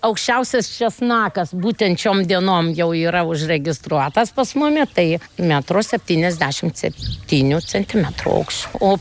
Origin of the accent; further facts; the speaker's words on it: Kaunas, Kaunas County, Lithuania; born there; moved away; gimiau Kaune ir miestietė ir aš galvoju, nu, kad aš nežinau, ar aš kada kaime gyvensiu. Bet taip išėjo, kad aš miestelį gyvenu, nu, bet beveik kaip kaime, bet jau daug metų čia gyvenu, 38 metai kaip gyvenu.